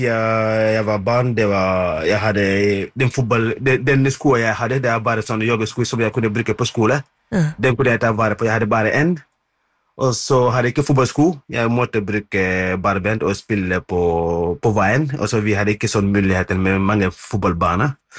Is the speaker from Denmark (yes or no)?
no; Senegal; now in Norway; Jeg, og så, som sagt, jeg bodde her I Norge I mange år. Men jag kommer från Senegal. Det må jag inte glömma.